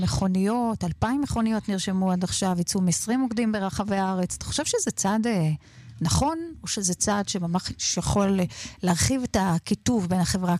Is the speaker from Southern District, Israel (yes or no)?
yes; Netivot, Southern District, Israel; born there; אני נולדתי בנתיבות, עיירה מסורתית, אחוז הצבעה מאוד גבוה לש"ס.